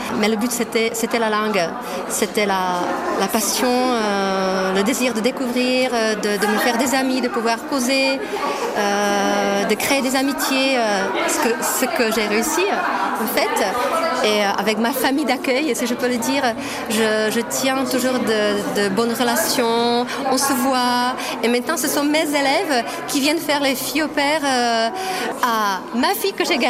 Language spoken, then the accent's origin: French; Český Těšín, Moravian-Silesian Region, Czechia; French is a second language; also born or lived in Ostrava; je viens de la ville de Český Těšín et je travaille au lycée Josef Božek dans la même ville. Je ne suis pas née à Český Těšín, mais je suis née à Ostrava, donc c'est à 30 km de là-bas.